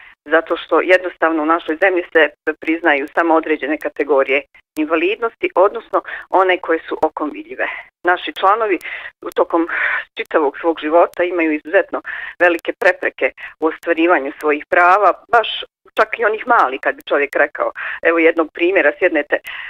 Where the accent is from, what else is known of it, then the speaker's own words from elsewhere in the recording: Bosnia & Herzegovina; samo kod nas u Bosni i Hercegovini postoji.